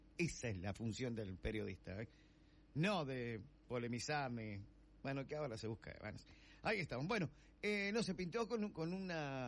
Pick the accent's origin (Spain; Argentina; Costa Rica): Argentina; No, y somos así los argentinos